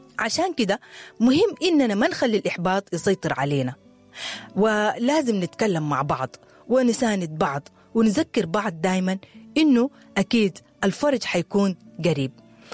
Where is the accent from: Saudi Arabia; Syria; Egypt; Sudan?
Sudan